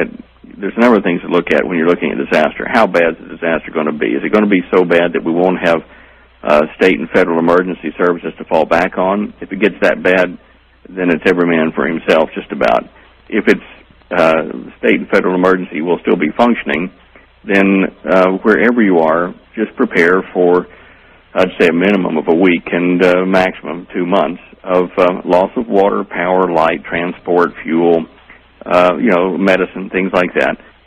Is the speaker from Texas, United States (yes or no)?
yes; Dallas, Texas, United States; now in Perth, Australia; I'm from Dallas originally, ma'am.